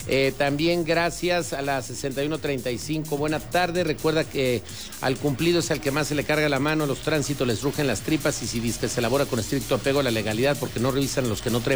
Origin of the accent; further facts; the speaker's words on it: Mexico; No, yo soy mexicano, orgullosamente mexicano. Sí tengo descendencia rusa por mi abuelo, pero orgullosamente mexicano.